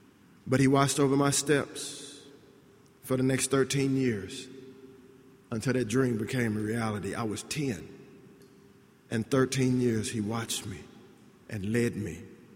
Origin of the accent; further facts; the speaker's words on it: Texas, United States; I'm from Texas.